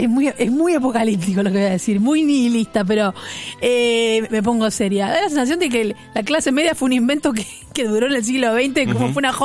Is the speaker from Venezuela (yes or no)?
no; Argentina; voy a tomarme a mí que soy argentino, lo cual tiene su lógica.